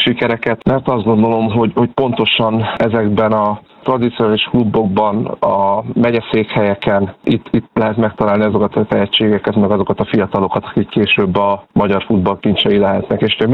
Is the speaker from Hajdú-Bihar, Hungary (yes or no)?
no; Székesfehérvár, Fejér, Hungary; én fehérvári vagyok, én ott nőttem föl, és ebben a klubban is sportoltam sokáig